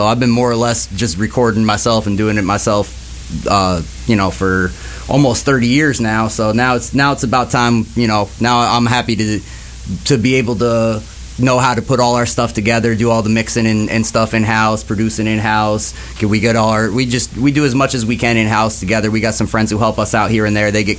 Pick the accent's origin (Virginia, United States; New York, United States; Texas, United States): New York, United States; Watervliet; Been here my whole life except for 2 months